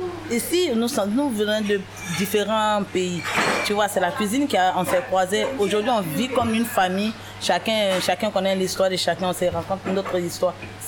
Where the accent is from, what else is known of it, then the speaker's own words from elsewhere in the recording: Côte d’Ivoire; moved away as an adult; now in France; je suis ivoirienne.